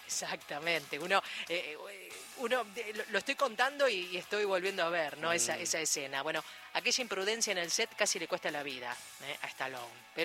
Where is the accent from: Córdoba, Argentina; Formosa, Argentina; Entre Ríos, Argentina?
Córdoba, Argentina; now in Paraná, Argentina; el cordobés que vive en Paraná.